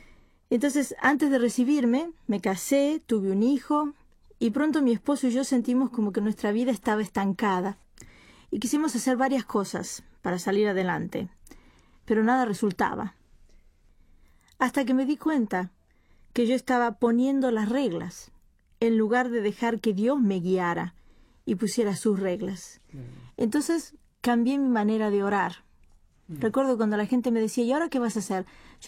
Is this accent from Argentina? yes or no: yes; Argentina